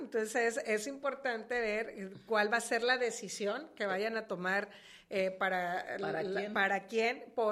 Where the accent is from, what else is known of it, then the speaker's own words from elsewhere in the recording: Ohuira, Sinaloa, Mexico; Yo de Ohuira.